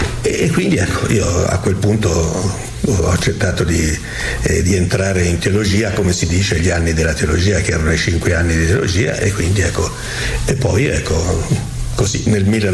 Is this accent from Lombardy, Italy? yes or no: no; Arezzo, Tuscany, Italy; io sono nato ad Arezzo, non nella città ma nelle immediate vicinanze di Arezzo, tant'è che la scuola elementare io l'ho fatta dentro la città di Arezzo, ecco, per dire che eravamo molto vicino.